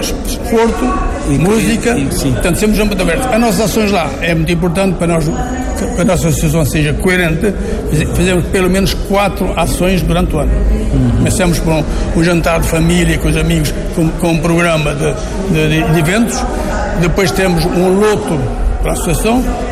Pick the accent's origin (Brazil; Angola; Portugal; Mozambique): Portugal; Pombal, Centro; Agora eu que sou de Pombal, venho cá muitas vezes.